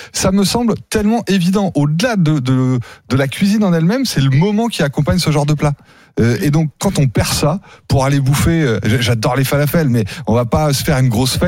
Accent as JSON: {"language": "French", "country": "France", "said": "On mange pas des burgers. Nous, on est français."}